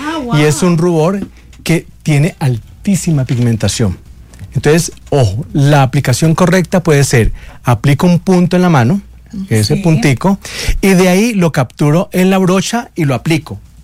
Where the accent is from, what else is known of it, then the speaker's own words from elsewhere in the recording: Cali, Valle del Cauca, Colombia; Yo soy de Cali y con familia paisa.